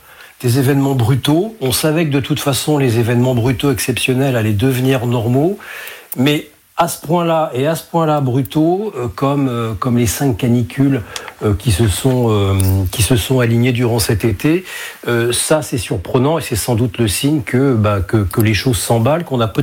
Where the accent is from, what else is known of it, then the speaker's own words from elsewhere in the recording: Hauts-de-France, France; chez moi dans le Nord-Pas-de-Calais